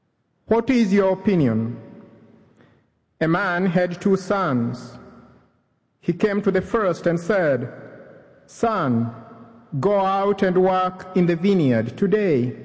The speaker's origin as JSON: {"language": "English", "country": "Kenya", "tie": "born or raised there", "moved": "as an adult", "said": "when I was growing up in Kenya"}